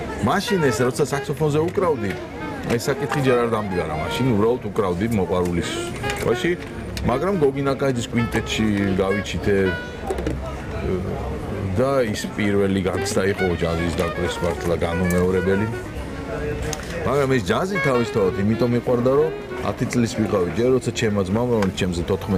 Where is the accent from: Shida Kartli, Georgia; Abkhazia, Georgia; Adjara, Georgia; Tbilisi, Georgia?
Tbilisi, Georgia; moved away as an adult; now in Berlin, Germany; მე თბილისში დავიბადე და გავიზარდე